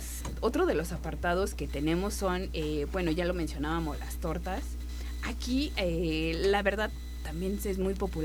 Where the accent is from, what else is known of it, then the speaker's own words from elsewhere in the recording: Mexico; Nosotros, como mexicanos